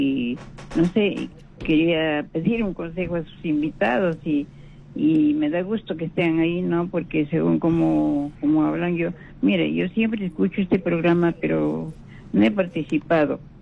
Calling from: Lima, Peru; Estoy llamando de acá, de Comas.

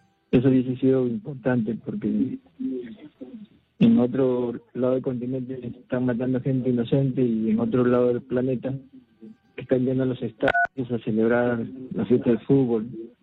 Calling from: Ica, Peru

